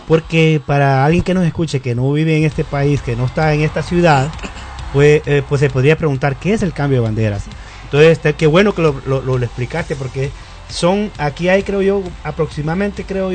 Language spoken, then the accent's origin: Spanish; La Entrada, Copán, Honduras; now in Nashville, United States